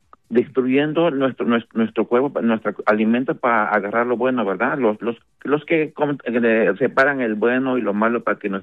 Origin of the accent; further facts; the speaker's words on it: Mexico; Yo soy mexicano.